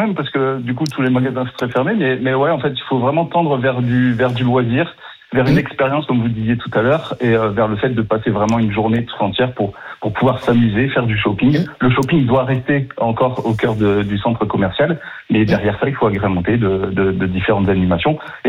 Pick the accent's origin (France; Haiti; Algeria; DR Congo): France; Calais, Hauts-de-France; born there; on est voisins, puisque moi, je suis né à Calais, exactement.